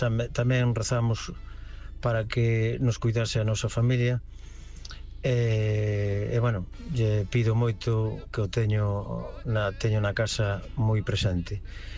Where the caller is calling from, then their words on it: Narón, Galicia, Spain; Hola, bons días … de Narón.